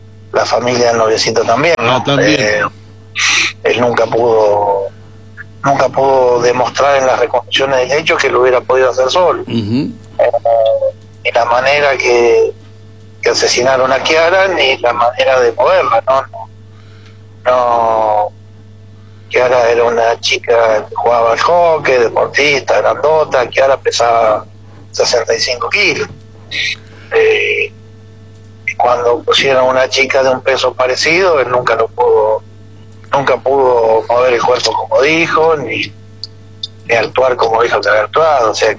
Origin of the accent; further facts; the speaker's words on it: Rufino, Santa Fe, Argentina; born there; moved away as an adult; now in Alvear, Argentina; nosotros nacimos en Rufino, Santa Fe, con mis hermanas.